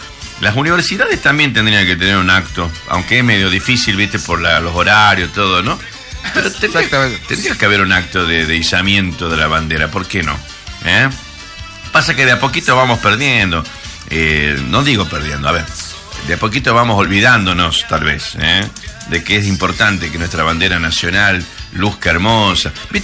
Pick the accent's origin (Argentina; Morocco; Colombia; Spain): Argentina; somos argentinos